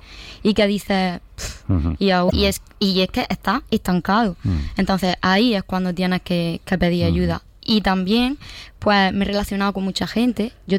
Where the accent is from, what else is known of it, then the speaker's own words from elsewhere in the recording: Almería, Andalusia, Spain; now in Granada, Spain; yo me fui de Almería, me fui a Granada, me salió de trabajo en Granada, dejé todo, dejé a mi familia, dejé a mi amigo, dejé todo.